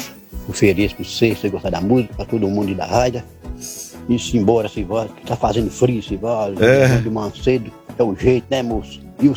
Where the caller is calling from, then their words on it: Medeiros, Brazil; Eu moro em Medeiros Neto.